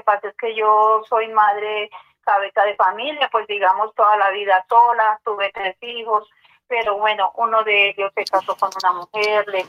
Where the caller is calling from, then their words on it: Siachoque, Boyacá, Colombia; Yo estoy llamando de Siachoque